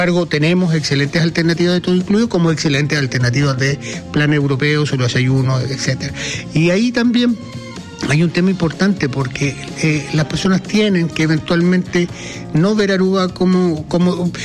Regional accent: Chile

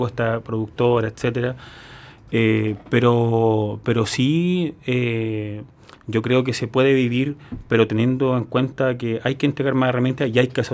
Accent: Los Álamos, Biobío, Chile; also born or lived in Lebu; yo soy de Los Álamos y pasé parte de mi adolescencia en Lebu.

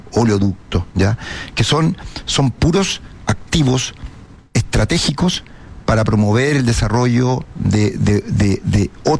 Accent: Chile

